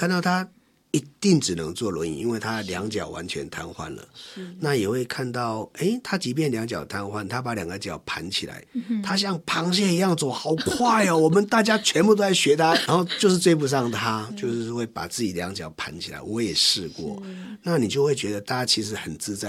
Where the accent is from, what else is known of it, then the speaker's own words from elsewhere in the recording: Taiwan; first language Taiwanese Hokkien; 因为我八岁以前是讲台语